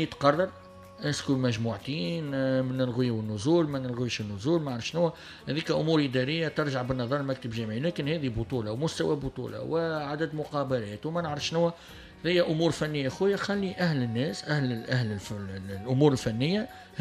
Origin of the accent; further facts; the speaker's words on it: Tunisia; انا واحد من الناس كتونسي وكفني تونسي